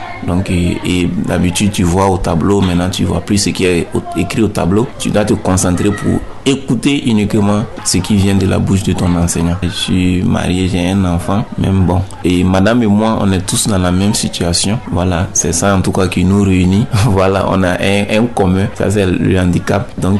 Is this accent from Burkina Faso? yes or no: yes; Burkina Faso; C'est parce que chez nous, au Burkina, on ne sait pas.